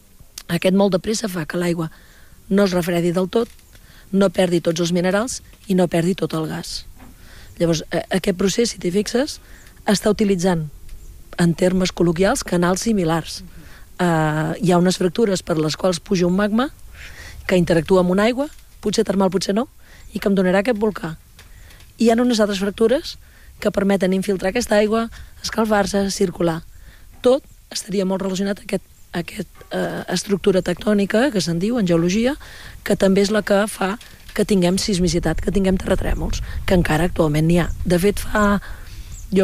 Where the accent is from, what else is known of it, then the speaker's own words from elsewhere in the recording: Caldes, Catalonia, Spain; Però jo soc de Caldes de tota la vida. La meva mare era de Caldes, el meu avi era de Caldes.